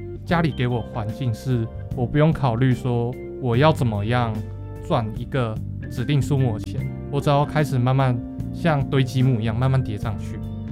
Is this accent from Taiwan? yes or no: yes; Hsinchu, Taiwan; 因为北部的广播电台真的比我家乡新竹那边多很多